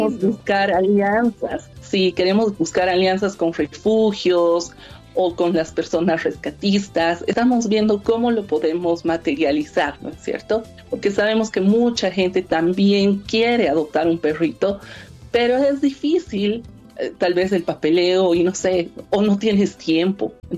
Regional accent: Bolivia; nosotros, que somos bolivianos

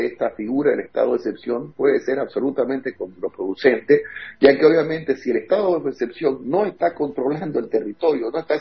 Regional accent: Bolivia; somos nosotros los bolivianos

